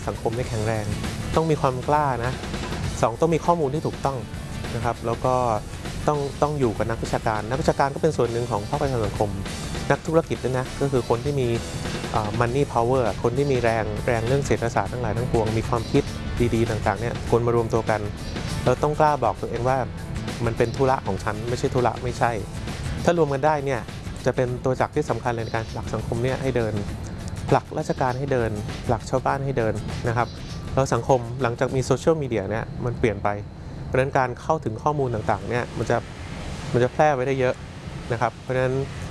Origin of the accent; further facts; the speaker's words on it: Bangkok, Thailand; เราเองคนกรุงเทพ